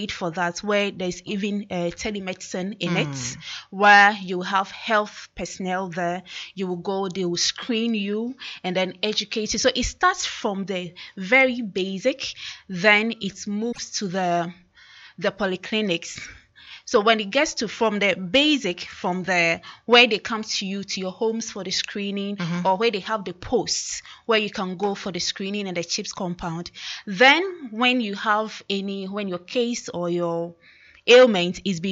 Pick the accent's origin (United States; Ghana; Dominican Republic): Ghana